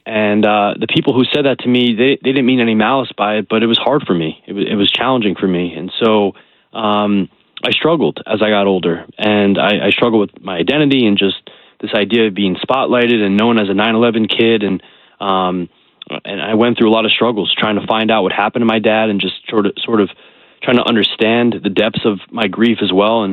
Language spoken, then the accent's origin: English; Morristown, New Jersey, United States; I grew up in New Jersey.